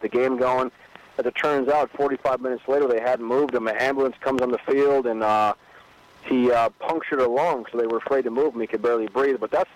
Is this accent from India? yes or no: no; Fargo, North Dakota, United States; initially I turned down the offer because I had played 4 years in my hometown in Fargo.